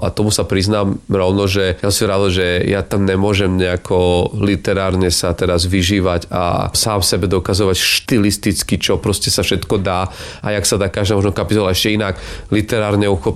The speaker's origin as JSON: {"language": "Slovak", "region": "eastern Slovakia", "country": "Slovakia", "said": "A ja som mal to šťastie, že vlastne pochádzam z rodiny z východu Slovenska, kde ako malé dieťa som ešte zažil."}